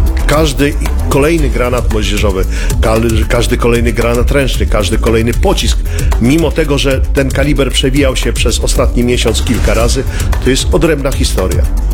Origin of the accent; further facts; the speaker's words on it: eastern Poland, Poland; now in Wrocław, Poland; Ewentualnie praca fizyczna gdzieś na jakichś tam, prawda, rubieżach wschodnich, skąd pochodzę.